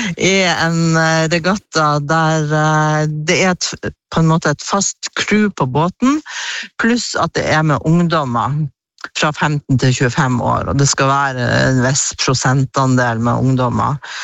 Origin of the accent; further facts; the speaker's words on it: Bø, Nordland, Norway; så har jeg jo vært med å eide en koordinatskjær hjemme i Bø.